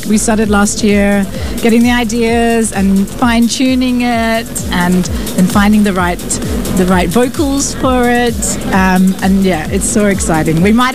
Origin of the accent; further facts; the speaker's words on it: Australia; I'm Australian